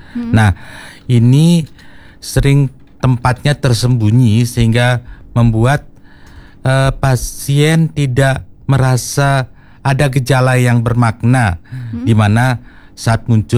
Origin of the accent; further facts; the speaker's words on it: Bali, Indonesia; kita memang berisiko sekali sebagai orang Bali ini